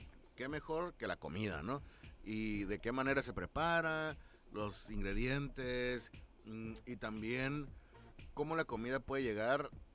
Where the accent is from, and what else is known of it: Mexico